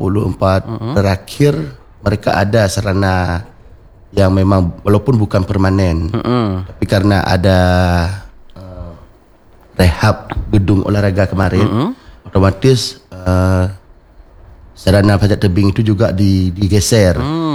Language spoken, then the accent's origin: Indonesian; Aceh, Indonesia; kita Aceh juga terdampak bencana.